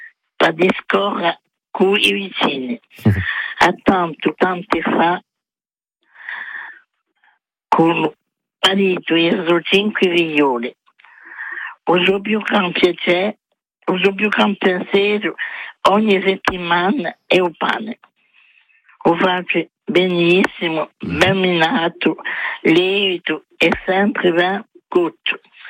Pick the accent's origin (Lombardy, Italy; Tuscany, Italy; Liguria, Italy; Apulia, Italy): Lombardy, Italy; Pavia; born there; Ah no, sono nata in Pavia io.